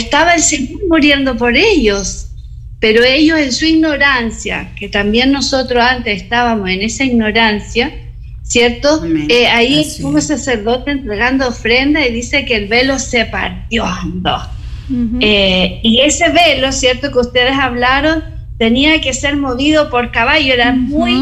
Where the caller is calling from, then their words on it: Talca, Maule, Chile; Estamos muy lejos acá en mi país, en Chile, en la ciudad de Talca.